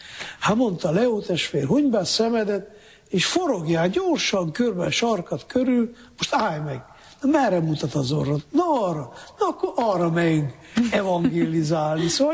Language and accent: Hungarian; Miercurea Ciuc, Harghita, Romania; Hát ugye én Csíkszeredában nőttem fel